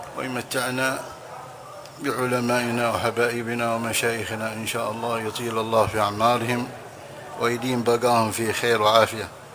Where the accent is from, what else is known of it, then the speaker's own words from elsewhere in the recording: Hadramawt, Yemen; عندنا في حضرموت